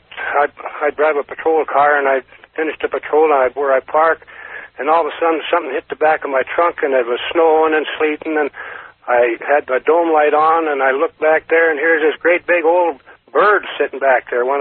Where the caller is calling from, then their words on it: Carson City, Nevada, United States; from Carson City.